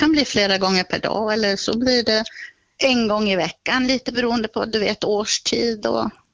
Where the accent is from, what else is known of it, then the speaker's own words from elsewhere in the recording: Uddevalla, Västra Götaland County, Sweden; now in Köping, Sweden; jag är uppvuxen i Uddevalla. Vi ligger ju nära havet och vi var mycket och badade när jag var liten. Och sen så, när jag flyttade hit till Köping